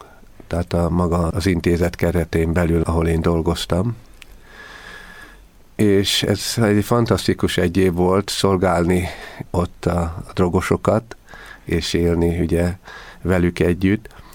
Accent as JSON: {"language": "Hungarian", "region": "Budapest", "country": "Hungary", "tie": "born or raised there", "said": "Józsefváros nekem azért fontos, mert ott nőttem fel. Oda jártam iskolába, a szüleim ott éltek. Ott jártam templomba, ott ministráltam a Szent József plébánia templomban"}